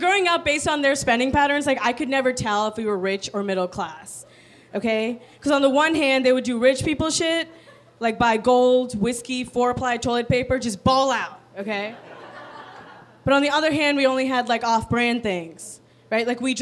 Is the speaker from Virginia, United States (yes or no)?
yes; Virginia, United States; I'm originally from Virginia. I went to a school there called William & Mary.